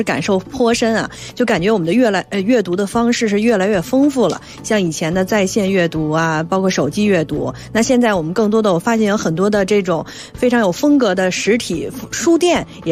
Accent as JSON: {"language": "Chinese", "region": "Beijing", "country": "China", "tie": "born or raised there", "moved": "yes", "said": "我从小出生在海淀中关村"}